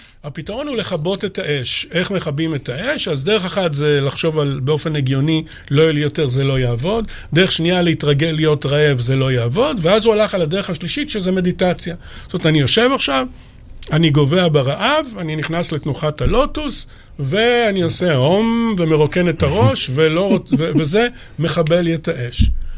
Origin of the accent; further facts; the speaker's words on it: Romania; now in Israel; והשמחה הגדולה היא שבסוף תלו אותו, אבל אז אנחנו ברחנו מרומניה.